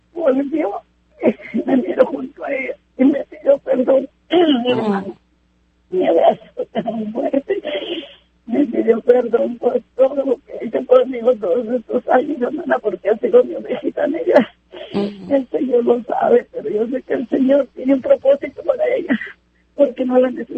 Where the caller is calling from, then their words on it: Parlier, California, United States; yo aquí vivo en Parlier